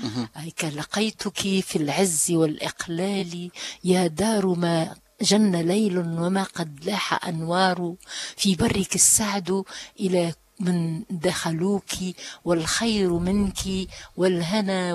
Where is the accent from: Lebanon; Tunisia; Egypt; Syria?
Egypt; موجود ارجع لما ارجع مصر، وزعلانة ان انا هرجع مصر واسيبكم لكن ان انا ارجع للمركز معهد الموسيقى العربية عندنا في القاهرة